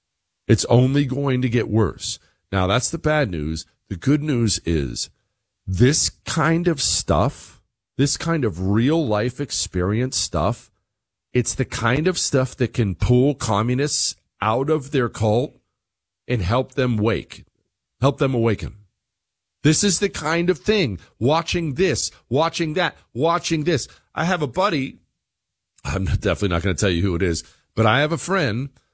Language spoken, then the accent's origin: English; Bozeman, Montana, United States; I grew up in Bozeman, Montana. It was relatively crime-free.